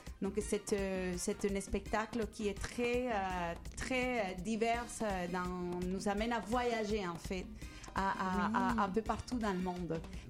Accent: Colombia; French is a second language; now in Quebec City, Canada

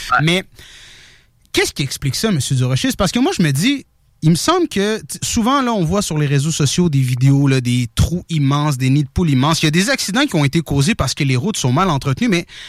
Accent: Morocco; mon père, il est africain, OK? Je suis marocain, là.

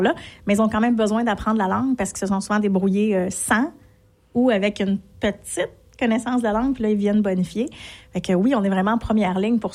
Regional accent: Repentigny, Quebec, Canada; also born or lived in Montreal; Sur la rive nord de Montréal.

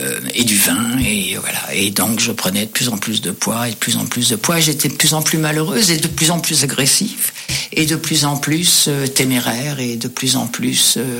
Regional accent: France; accent: French (from France); now in Quebec, Canada; qui n'aimait pas mon accent français. Ça, j'ai eu beaucoup de mal avec ça ici au Québec.

